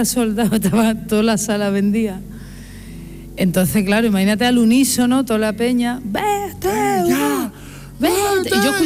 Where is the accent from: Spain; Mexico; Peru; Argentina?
Spain; Málaga, Andalusia; soy de Málaga.